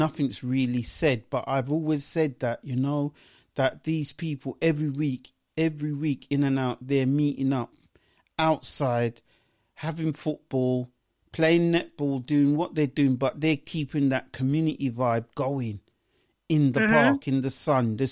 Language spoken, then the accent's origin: English; London, United Kingdom; I'm going to go to my hometown of Hacktown, Clapton, where I was born.